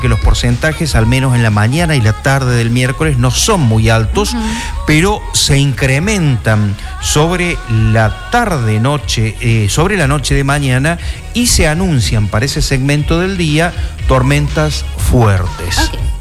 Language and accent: Spanish; Córdoba, Argentina; moved away; En mi tierra natal, uh-huh, en Córdoba